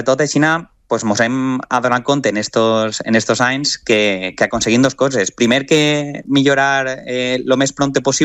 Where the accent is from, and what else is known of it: Valencian Community, Spain